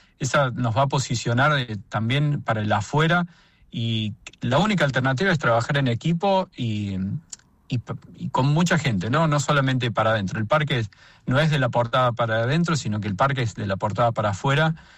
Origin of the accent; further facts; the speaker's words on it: Córdoba, Argentina; moved away as an adult; now in Chubut, Argentina; Yo soy de Córdoba Capital